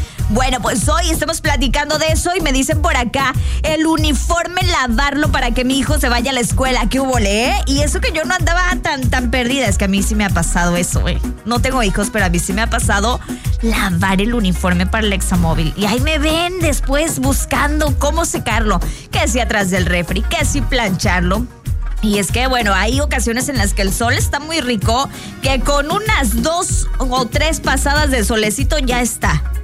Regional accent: Mexico; somos mexicanos también.

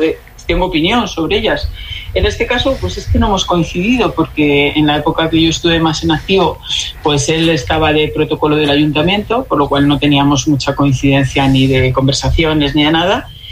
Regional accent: Spain; Entonces yo me sentí aludida como ciudadana, como española

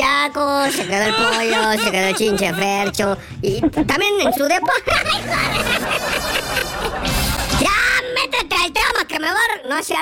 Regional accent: Tula de Allende, Hidalgo, Mexico; soy tuleño. Pues soy de allá, soy oriundo de allá.

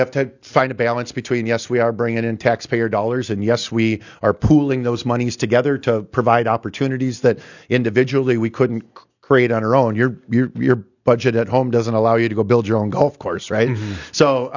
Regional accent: Fargo, North Dakota, United States; I grew up in North Fargo

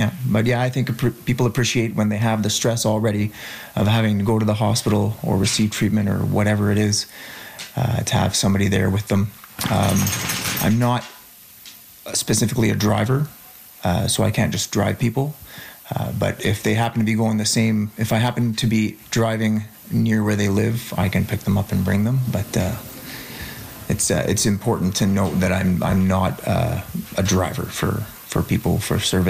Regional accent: Huntingdon, Quebec, Canada; moved away as an adult; now in Gaspésie, Canada; I'm a former paramedic and I'm originally from Huntingdon, which is about an hour south of Montreal. And I moved to the Gaspésie because I received a promotion as a supervisor for the ambulance services in Pointe-à-Naquois and Saint-Alexis.

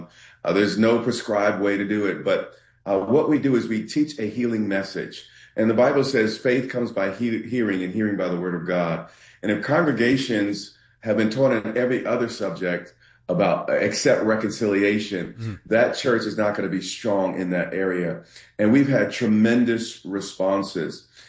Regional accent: Central Islip, New York, United States; also born or lived in New Jersey / Willingboro; I grew up in outside New York City in Long Island, New York, Central Islip.

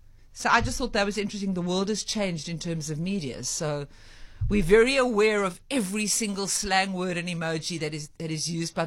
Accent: Cape Town, Western Cape, South Africa; I grew up in the Seapoint area. It was a very surfy community.

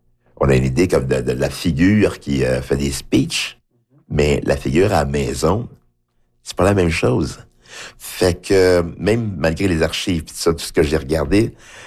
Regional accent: Haiti; Je dis, oui, je viens d'Haïti, mais je suis en Haïti

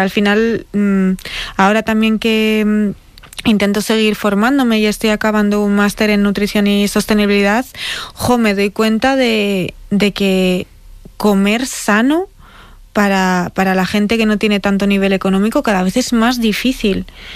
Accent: Laguna de Duero, Castile and León, Spain; yo soy de Laguna de Duero, un pueblo muy pequeñito dentro de Valladolid, pequeñito, tiene 20.000 habitantes, pero bueno, un pueblo, Castilla Profunda

